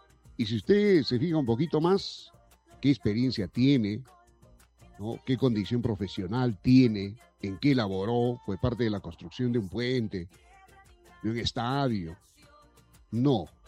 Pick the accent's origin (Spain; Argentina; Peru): Peru; Así somos los peruanos.